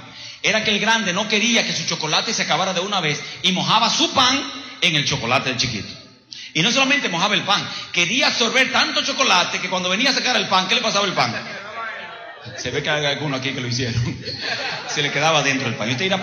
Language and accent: Spanish; Dominican Republic; Yo soy dominicano.